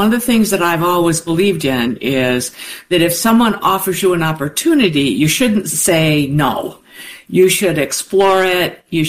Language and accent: English; Detroit, Michigan, United States; and I live in Detroit, you know, born and raised in Detroit.